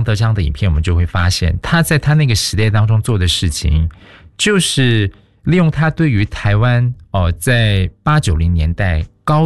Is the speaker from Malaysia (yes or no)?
yes; Malaysia; 因为我们是在这个地方出生长大的孩子，我们的意识跟成长的这种经历就只有在马来西亚的一种经验